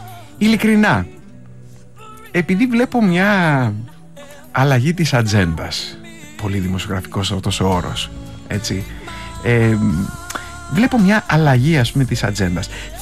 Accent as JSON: {"language": "Greek", "town": "Piraeus", "region": "Attica", "country": "Greece", "tie": "born or raised there", "said": "στο χωριό μου, τον Πειραιά, μπιφ, εγώ με το μπιφ μεγάλωσα, εδώ έχουμε μπιφ."}